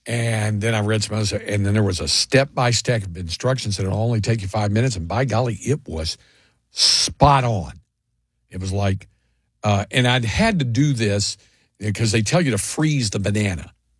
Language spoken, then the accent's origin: English; Greensboro, North Carolina, United States; moved away; of course, I was from Greensboro.